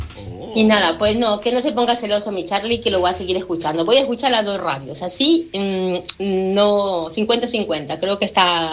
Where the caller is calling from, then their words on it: Ecuador; aunque soy ecuatoriana